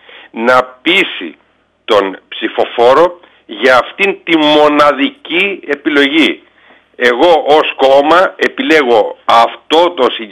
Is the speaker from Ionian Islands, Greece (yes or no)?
yes; Corfu, Ionian Islands, Greece; Και αυτό δεν το κάνω μόνο εγώ, το κάνουν πάρα πάρα πολλοί Κρυκυραίοι.